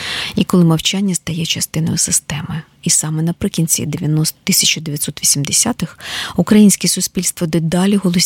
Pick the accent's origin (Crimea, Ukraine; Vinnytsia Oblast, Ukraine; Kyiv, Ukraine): Kyiv, Ukraine; я киянка, і я можу говорити про Київ.